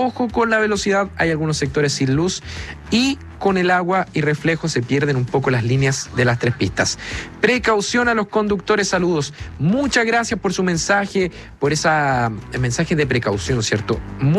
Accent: Ovalle, Coquimbo, Chile; soy de Ovalle. Ahora estoy trabajando en Banco de Montepatria y después tengo que ir a Ovalle a trabajar.

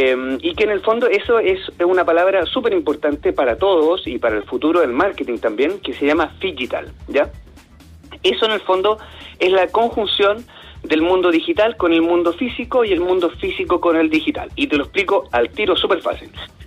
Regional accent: Chile; como chilenos, buenos chilenos

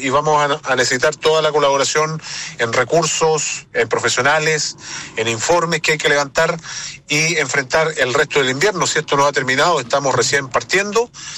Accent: Corral, Los Ríos, Chile; Yo soy nacido y criado acá en Corral

